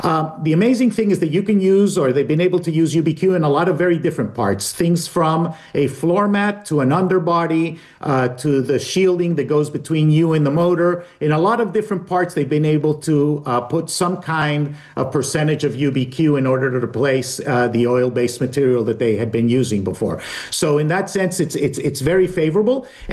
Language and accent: English; Colombia; moved away; I'm originally from Colombia